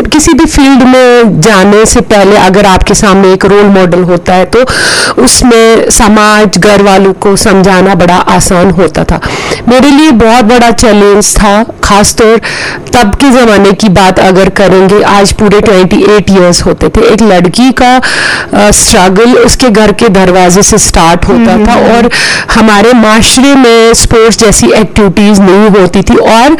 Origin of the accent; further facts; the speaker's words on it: Srinagar, Jammu and Kashmir, India; मेरा श्रीनगर डिस्ट्रिक्ट से ही ताल्लुक है और मैं डाउन टाउन से बिलोंग करती हूँ। मेरी जो स्कूलिंग जो हुई है डाउन टाउन में